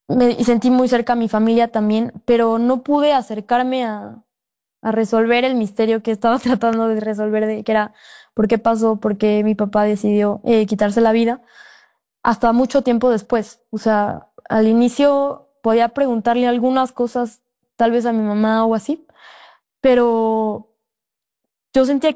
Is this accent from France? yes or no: no; Puebla, Mexico; now in Mexico City, Mexico; ahorita yo estoy en Ciudad de México, soy de Puebla